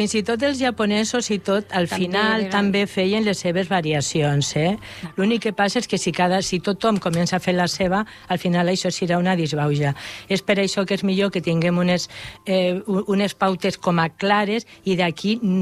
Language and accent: Catalan; Castile, Spain; Catalan is a second language; Perdó, jo soc castellana i adoro el castellà